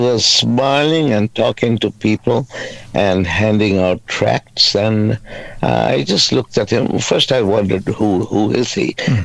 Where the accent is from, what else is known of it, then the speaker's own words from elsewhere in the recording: Pakistan; also born or lived in Bangladesh; I'm from a Jordanian family, a family of Jordanian origin, but I was born in Bangladesh, but I grew up most of my life in Pakistan.